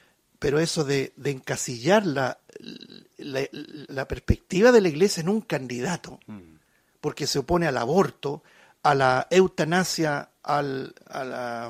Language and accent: Spanish; Chile; born there; somos chilenos, nacimos aquí